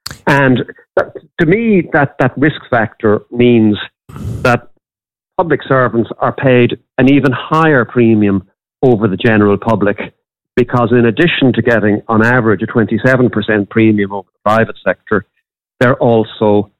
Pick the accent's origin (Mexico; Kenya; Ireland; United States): Ireland; Castlebar, Connacht; I was brought up in Castlebar